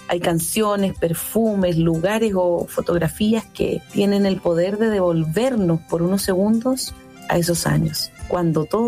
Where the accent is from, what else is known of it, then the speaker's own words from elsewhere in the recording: Chanco, Maule, Chile; yo soy oriunda de Chanco, cerca de Peyúgue, Cauquienes.